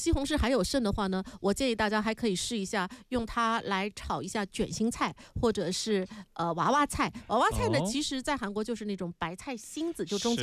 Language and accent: Chinese; southern China, China; 作为一个南方人